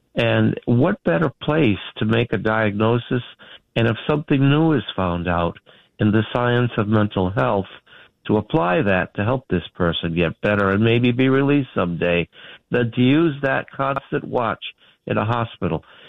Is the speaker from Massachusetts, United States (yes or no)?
yes; Massachusetts, United States; now in Maine, United States; people are following it in Maine and in Massachusetts, where I'm from originally.